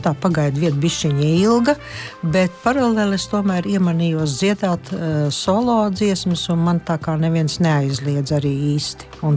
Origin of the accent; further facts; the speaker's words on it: Courland, Latvia; Es jau tā kā kurzemniece